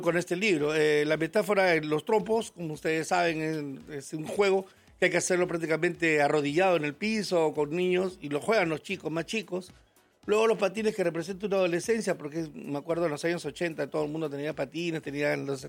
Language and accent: Spanish; Lima, Peru; moved away; Soy de Barros Altos. Nací en Barros Altos, sí. Hace muchos años me sacaron de ahí.